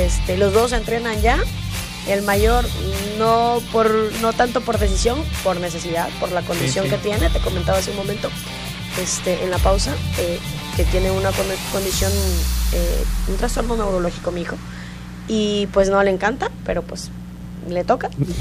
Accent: Balancán, Tabasco, Mexico; moved away as an adult; also born or lived in Jonuta; Balancán, porque digo, de hecho fui concebida en Balancán. O sea, vine a nacer aquí y vámonos para atrás. Sí, y crecí hasta que terminé la universidad allá. Lo poco que crecí, lo crecí en Balancán.

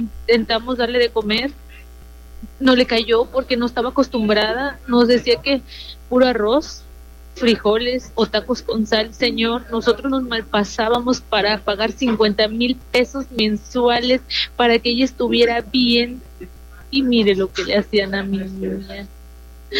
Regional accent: Poza Rica, Veracruz, Mexico; nosotros somos de Poza Rica, Veracruz

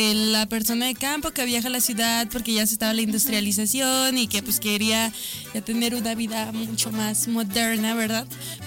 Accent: Mexico

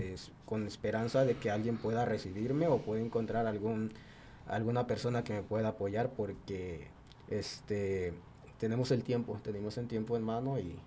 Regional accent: Guerrero, Mexico; Yo soy de Locotito, Guerrero

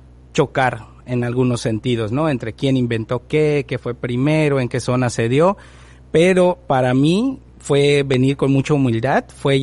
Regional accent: Mérida, Yucatán, Mexico; moved away as an adult; now in Campeche, Mexico; Yo como yucateco, nacido, crecido en Mérida, Yucatán

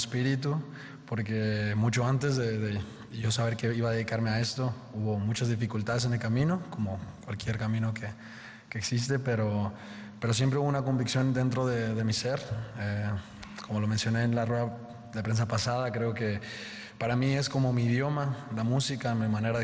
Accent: Torreón, Coahuila, Mexico; ya que venimos de la calle de Torreón, venimos de los autobuses. Los autobuses de mi ciudad, la verdad, son un poquito caóticos, el clima también es un poquito adverso, pero la verdad que la gente, las personas que viven allá en la comarca lagunera son también personas bien lindas

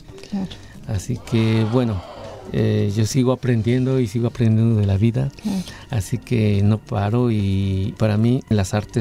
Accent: Xalapa, Veracruz, Mexico; born there; moved away; also born or lived in Brussels, Belgium; Yo nací en Jalapa, Veracruz. Desde luego me fui muy joven, chamaco, vamos a decirlo así, coloquialmente, a la ciudad de Bruselas para estudiar ahí las artes plásticas

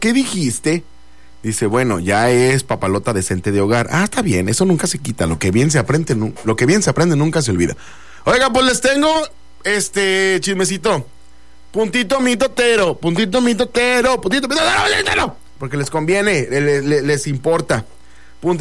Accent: Mexico; las dos mesas como buen mexicano

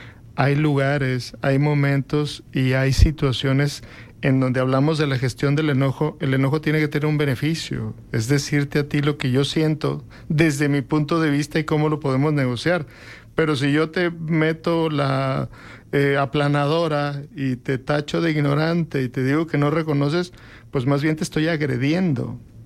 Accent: Mexico

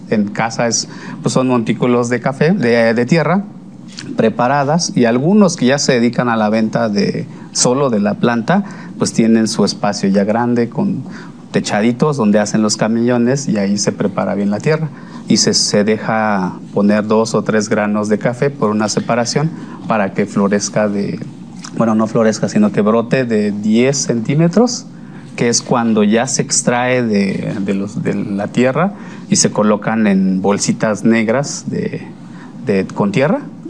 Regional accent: Tanetze de Zaragoza, Oaxaca, Mexico

